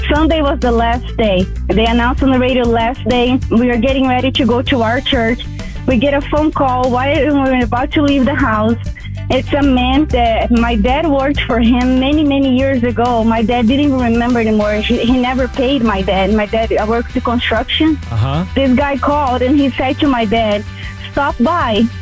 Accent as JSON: {"language": "English", "country": "Brazil", "tie": "born or raised there", "second_language": "English", "lives_now": "Tucson, United States", "said": "I grew up in Brazil. We were really, really poor."}